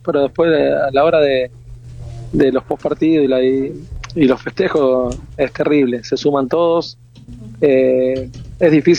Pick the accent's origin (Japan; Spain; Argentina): Argentina; acá somos todos argentinos y tiramos todos para el mismo lado